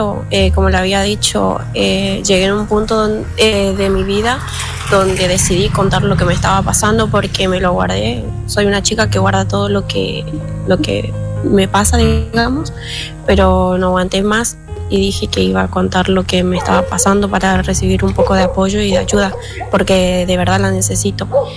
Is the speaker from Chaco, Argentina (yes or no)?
yes; Quitilipi, Chaco, Argentina; Somos de Quitilipi, Chaco, sí.